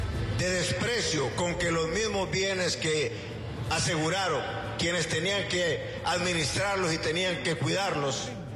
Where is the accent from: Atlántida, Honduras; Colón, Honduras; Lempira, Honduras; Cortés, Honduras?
Lempira, Honduras; Pero yo quiero ser franco con ustedes, máxime ahora que vengo de mi tierra, de Lempira.